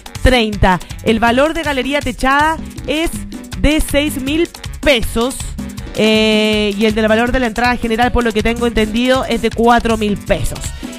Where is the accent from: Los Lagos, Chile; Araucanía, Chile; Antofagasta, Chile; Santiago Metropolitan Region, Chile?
Santiago Metropolitan Region, Chile; Santiago; moved away as an adult; now in Los Ángeles, Chile; yo soy de Santiago. Llegué hace casi 9 años aquí a Los Ángeles. Ya me considero parte aquí de la ciudad, ¿cierto?